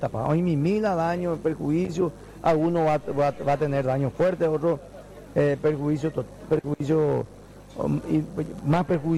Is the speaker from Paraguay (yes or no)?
yes; San Pedro, Paraguay; yo que provengo del departamento de San Pedro, hay muchos productores que ya le ven negocio a eso.